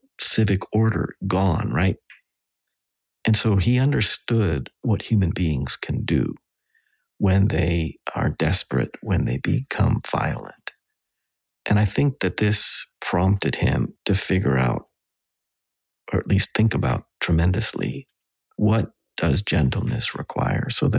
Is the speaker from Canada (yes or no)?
yes; Western Canada, Canada; because I grew up with him in Western Canada.